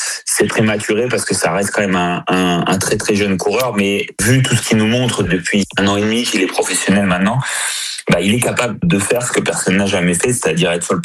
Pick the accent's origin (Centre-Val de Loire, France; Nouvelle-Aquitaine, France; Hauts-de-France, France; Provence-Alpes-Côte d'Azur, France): Centre-Val de Loire, France